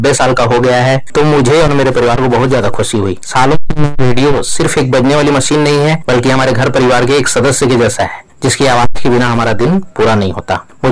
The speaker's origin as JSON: {"language": "Hindi", "town": "Raigarh", "region": "Chhattisgarh", "country": "India", "said": "मैं रायगढ़ का रहने वाला हूं"}